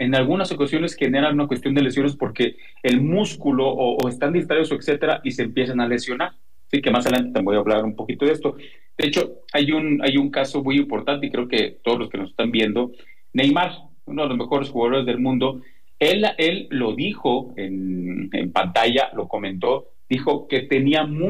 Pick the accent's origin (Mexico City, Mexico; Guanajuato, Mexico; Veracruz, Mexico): Guanajuato, Mexico; yo que soy de Guanajuato y no sé, mi equipo es los Panzas Verdes de León, Guanajuato, eso me identifica, pertenezco y es mi ciudad, es mi estado